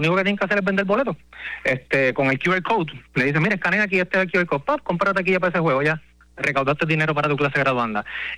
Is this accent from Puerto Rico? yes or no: yes; Caguas, Puerto Rico; yo soy de Cagua, yo siempre he sido acá criollo toda la vida